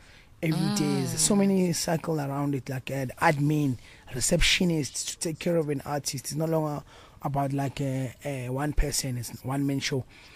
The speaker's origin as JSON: {"language": "English", "town": "Tembisa", "region": "Gauteng", "country": "South Africa", "tie": "born or raised there", "said": "I'm from Tembisa, born and bred, 1632, Eguruleni."}